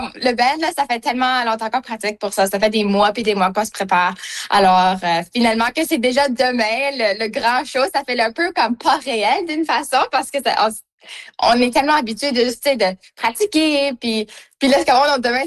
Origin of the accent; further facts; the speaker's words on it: Manitoba, Canada; Puis moi, j'ai des racines, comme je suis franco-manitobaine, alors j'ai aussi de la musique traditionnelle qui me coule dans le sang.